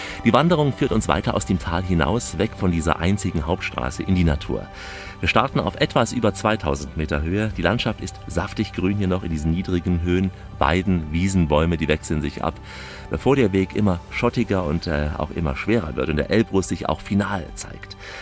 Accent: Russia; habe ich zum Beispiel mit meinem Auto ganz Russland durchquert, von West nach Ost, 10.000 Kilometer durch mein Heimatland.

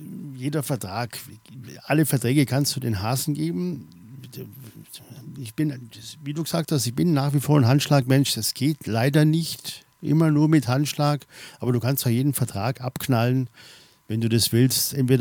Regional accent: Swabia, Germany; born there; bin gebürtiger Schwabe.

